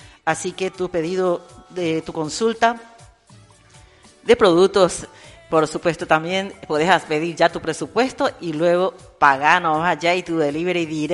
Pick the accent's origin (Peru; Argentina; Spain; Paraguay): Paraguay